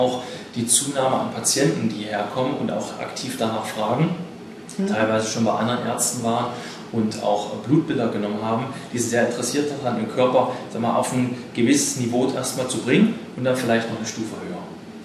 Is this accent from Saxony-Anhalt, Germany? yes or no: yes; Halle, Saxony-Anhalt, Germany